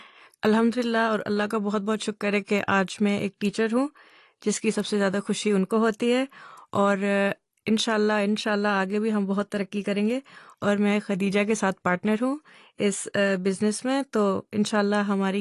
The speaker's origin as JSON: {"language": "English", "country": "Hong Kong", "tie": "born or raised there", "said": "as you know, if you're born and raised in Hong Kong, you have definitely have a certain routine."}